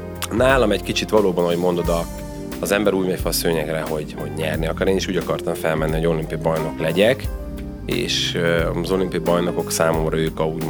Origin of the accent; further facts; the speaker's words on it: Ceglédbercel, Pest, Hungary; mi azért lokálpatrióták vagyunk, Cegléd-Bercelről származunk